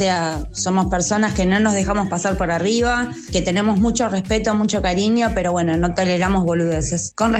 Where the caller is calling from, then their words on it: Buenos Aires, Argentina; de Lugano.